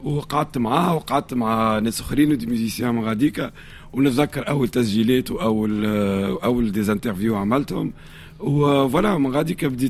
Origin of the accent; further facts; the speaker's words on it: Tunis, Tunis Governorate, Tunisia; وولد حومة عربي اللي فيها برشا موسيقى سواء حومتنا أنا وحلفاوين